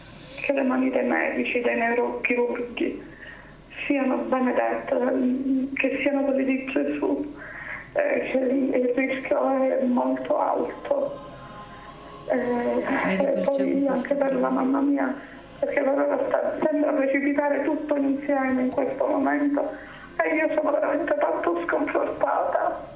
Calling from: Palermo, Sicily, Italy; siamo da Palermo.

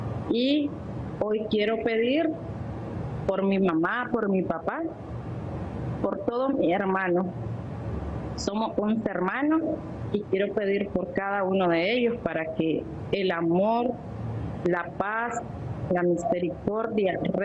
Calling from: Matagalpa, Nicaragua; Soy de Matagalpa.

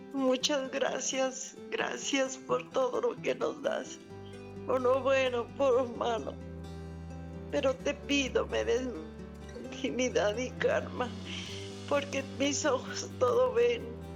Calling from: Tepatitlán, Jalisco, Mexico; de Tepatitlán, Jalisco.

